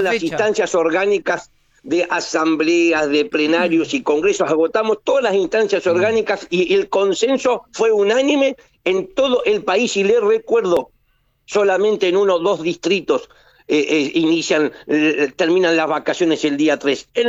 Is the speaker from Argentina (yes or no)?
yes; Argentina